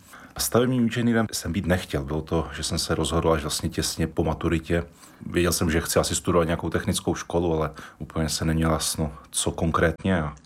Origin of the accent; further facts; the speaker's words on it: Ostrava, Moravian-Silesian Region, Czechia; Já jsem se narodil v Bartovicích, dneska tam žijí moji rodiče. Nicméně v Bartovicích je pouze malá kaplička svaté Anny, takže do kostela jsem chodil do Radvanic a farnost Ostrava Radvanice beru svou, jako svou domovskou